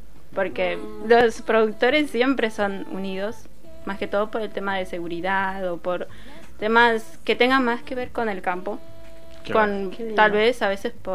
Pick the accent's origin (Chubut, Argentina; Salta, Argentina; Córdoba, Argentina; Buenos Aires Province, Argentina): Buenos Aires Province, Argentina; La Plata; also born or lived in Bolivia; Yo vine desde Bolivia muy chiquitita. Crecí aquí en Abasto, La Plata. Y ser platense para mí significa crecer alrededor de la producción.